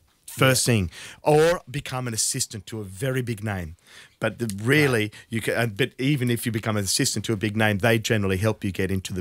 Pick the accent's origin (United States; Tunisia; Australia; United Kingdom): Australia; Are you American? I said, no. And he said, are you English? I said, no, I'm Australian. He said, ah, you're Australian.